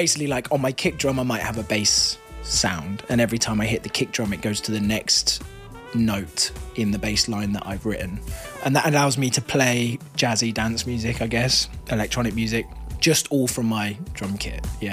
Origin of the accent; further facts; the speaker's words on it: South East England, United Kingdom; moved away as an adult; now in London, United Kingdom; I grew up in the New Forest. It's not a jazz scene in the New Forest. So I never had a jazz lesson. Yeah, I moved to London when I was 19.